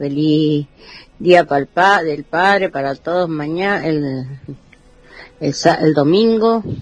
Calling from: La Llave, Mendoza, Argentina; de la Llave

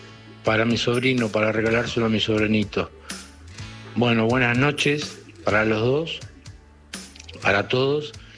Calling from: Loma Hermosa, Buenos Aires Province, Argentina; de Loma Hermosa.

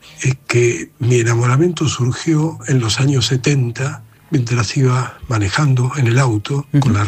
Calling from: Tigre, Buenos Aires Province, Argentina; vivo en el partido de Tigre.

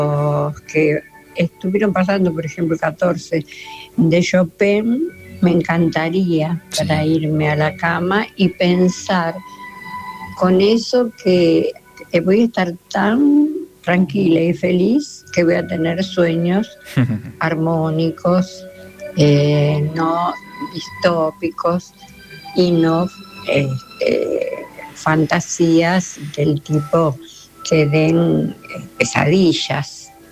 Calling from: Buenos Aires, Argentina; de Parque Chas.

